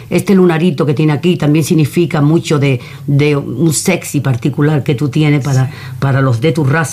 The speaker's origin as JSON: {"language": "Spanish", "region": "Andalusia", "country": "Spain", "said": "somos muy parecidos, porque yo soy del sur, yo soy, sí, andaluza"}